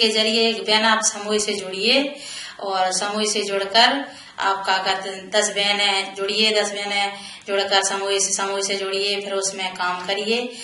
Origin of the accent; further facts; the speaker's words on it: Jhansi district, Uttar Pradesh, India; ग्राम सिमरावारी block Babina जिला झांसी।